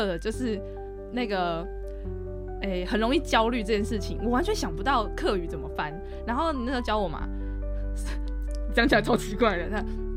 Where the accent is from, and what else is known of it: New Taipei, Taiwan; born there; first language Taiwanese Hokkien